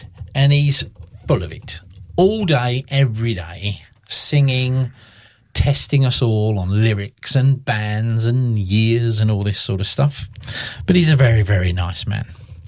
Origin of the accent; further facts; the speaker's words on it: Fareham, South East England, United Kingdom; Fareham Town over in Hampshire, my stomping ground, my hometown.